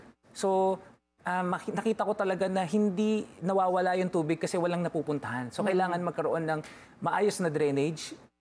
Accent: Marilao, Central Luzon, Philippines; Even sa amin sa Marilao, sa Maykawayan

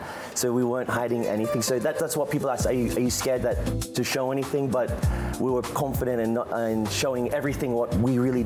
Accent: Australia; moved away as an adult; now in Philippines; we grew up in Australia.

